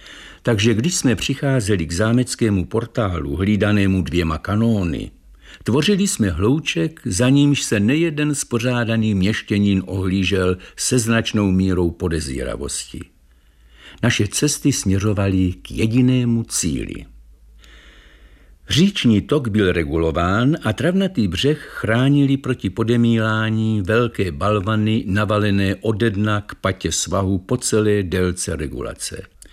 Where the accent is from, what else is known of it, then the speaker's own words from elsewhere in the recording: Kroměříž, Zlín Region, Czechia; Mé rodné město Kroměříž spojilo své neskrovné osudy s řekou, která není ani široká, ani úzká, ani hluboká, ani mělká. A v dobách mého dětství voněla čistotou.